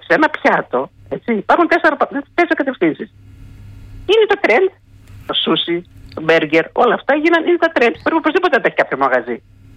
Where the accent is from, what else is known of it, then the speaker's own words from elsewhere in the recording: Macedonia, Greece; Άλλο εμείς εδώ στη Μακεδονία έχουμε